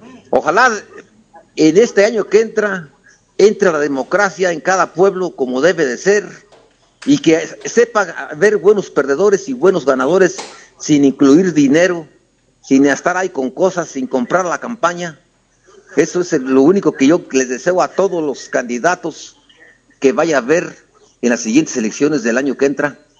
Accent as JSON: {"language": "Spanish", "country": "Mexico", "said": "qué somos los mexicanos o qué sentimos los mexicanos"}